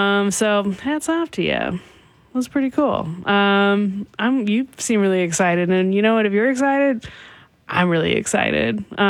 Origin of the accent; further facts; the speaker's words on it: Bay Area, California, United States; now in Seattle, United States; Growing up in the Bay Area, no haunted corn mazes, like none whatsoever. This is like a very Washington thing that I didn't get to experience till I lived up here.